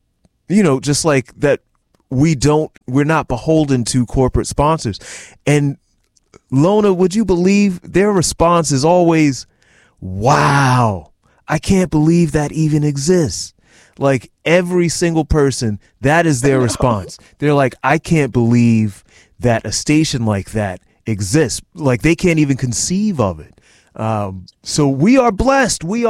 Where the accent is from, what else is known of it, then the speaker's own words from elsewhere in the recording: Augusta, Georgia, United States; now in Washington, D.C., United States; my hometown of Augusta, Georgia